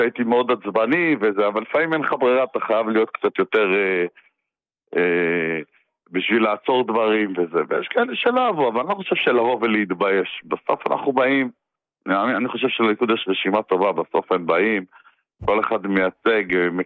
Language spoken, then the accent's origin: Hebrew; Northern District, Israel; אני באתי בתור מושבניק מהגליל.